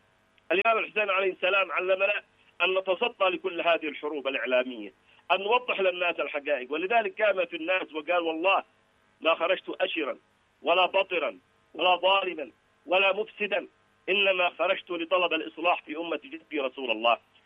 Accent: Yemen; وإحنا كشعب يمني هكذا نقول

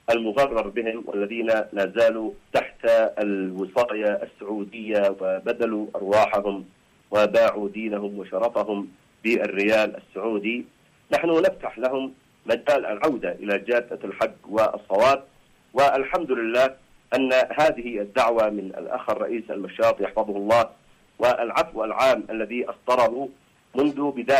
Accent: Yemen; نحن الشعب اليمني

